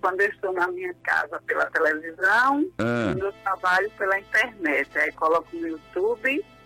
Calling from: Tracunhaém, Pernambuco, Brazil; Eu falo de Tracunhaém.

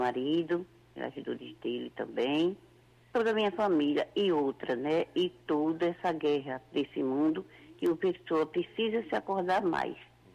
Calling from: Pernambuco, Brazil; Maragibe, Maragibe, Pernambuco.

